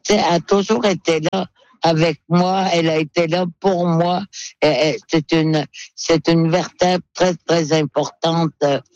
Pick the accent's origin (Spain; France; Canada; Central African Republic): Canada; first language Inuktitut; French is a second language; Et puis, pas seulement que c'était ma langue maternelle, mais c'est parce que c'est la langue.